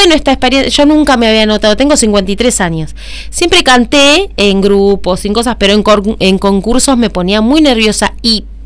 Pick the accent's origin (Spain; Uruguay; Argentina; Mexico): Argentina; La Plata, Buenos Aires Province; born there; Nosotros nos reuníamos cuando éramos chicos en La Plata.